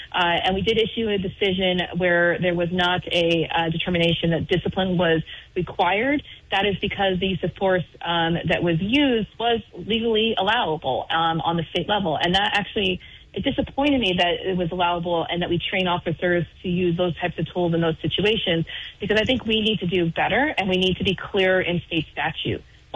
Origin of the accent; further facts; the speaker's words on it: Barrie, Ontario, Canada; when I served alongside Peter Anthony from my hometown of Barrie